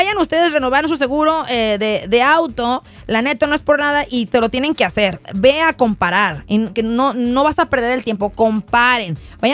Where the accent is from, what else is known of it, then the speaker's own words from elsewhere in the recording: Mexico; Yo, mexicana por orgullo, descendiente a Dani y vieja de Dios por ustedes